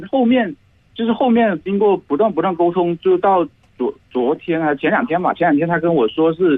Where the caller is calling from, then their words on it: Guangdong, China; 我是广东的呀。